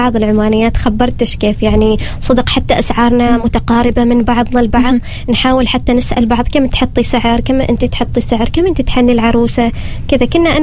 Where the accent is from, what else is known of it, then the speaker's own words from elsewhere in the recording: Oman; هو فعلا رخيص عندنا في عمان